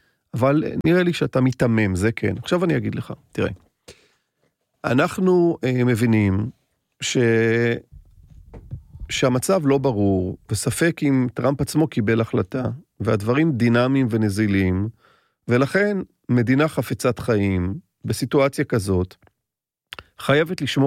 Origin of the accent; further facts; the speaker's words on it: Tel Aviv, Tel Aviv District, Israel; כשהייתי נער ועבדתי בקונדיטוריה, מול הבית שלי בפלורנטין